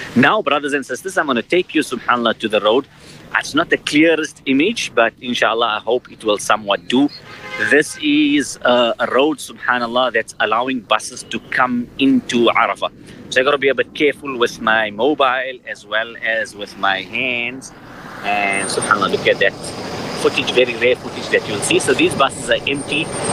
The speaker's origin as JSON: {"language": "English", "country": "South Africa"}